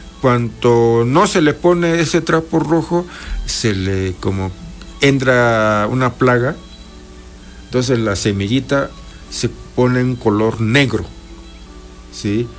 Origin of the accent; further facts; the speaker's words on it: Mixteca, Mexico; Allá en mi pueblo, no sé si ustedes, pero allá por la región mixteca